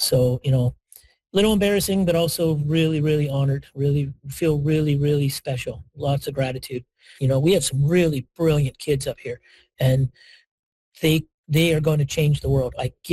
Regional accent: Canada; also born or lived in Maritimes / British Columbia; consider myself someone from the Maritimes or someone from BC or all the different places I lived. I'm a Canadian.

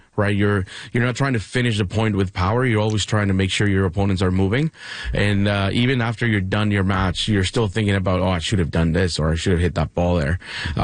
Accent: Mexico; moved away; So I was born and raised in Mexico. So I had my share of paddle because it was invented there.

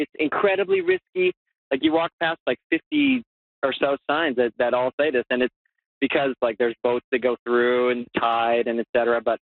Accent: Ontario, Canada; moved away; Well, I want to say I'm a transplant from Ontario. I moved here about like 6 or 7 years ago, and I think it's permanent.

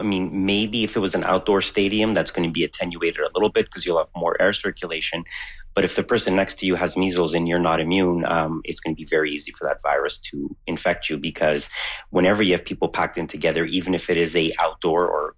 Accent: Canada

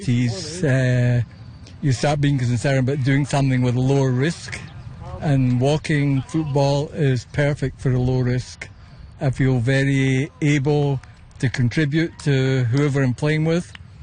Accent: Glasgow, Scotland, United Kingdom; now in Canada; Originally from Glasgow.

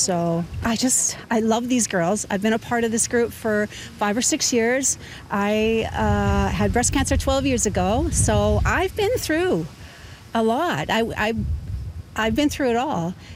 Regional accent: Canada; We want to make sure everybody knows we're from Canada.

